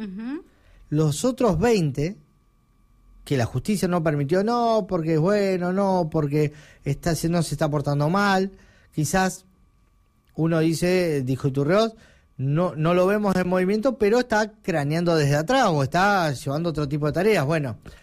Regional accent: Comodoro Rivadavia, Chubut, Argentina; yo soy de Comodoro

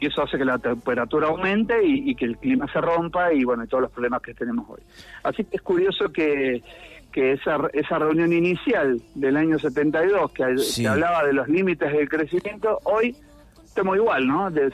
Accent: Mendoza, Argentina; Es como yo, como mendocino, como aldearense, me encanta ir a la enramada, ir al río, ir al Club Banco

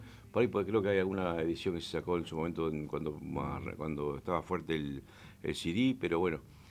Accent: Río Gallegos, Santa Cruz, Argentina; born there; Yo nací acá en Río Gallegos

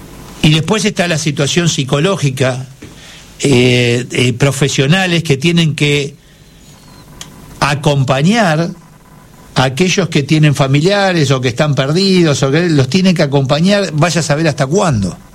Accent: Argentina; Y una Argentina que tiene todo lo contrario, tenemos todo, todos potencialmente ricos, todo.

